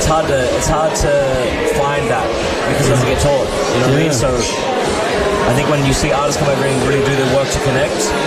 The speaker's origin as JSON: {"language": "English", "town": "Bowraville", "region": "New South Wales", "country": "Australia", "said": "I come from Bowerville Mission"}